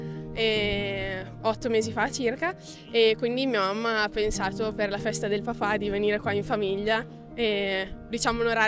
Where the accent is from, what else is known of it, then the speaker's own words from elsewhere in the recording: Ferrara, Emilia-Romagna, Italy; veniamo da Ferrara, in Emilia Romagna